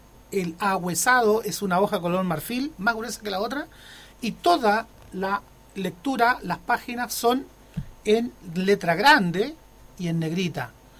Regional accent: Yungay, Ñuble, Chile; also born or lived in Concepción / United States; estoy orgulloso del pueblo donde nací. Nací el 23 de agosto de 1967 en la ciudad de Yungay, región de Ñuble actual. Estudié en la escuela rural El Roble, donde aún vive mi mamá. Continué mis estudios en el liceo A17 de Yungay

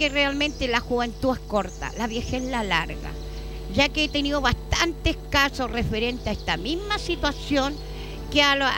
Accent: Chile; los ponemos las pilas como buen chileno, porque somos chilenos y también somos buenos para poder ayudar.

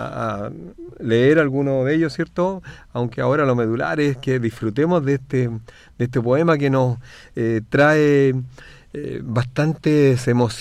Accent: Chile; Nosotros en Chile

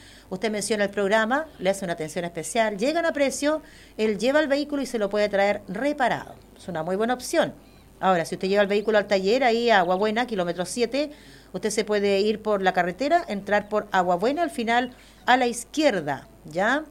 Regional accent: Chile; Así somos los chilenos.

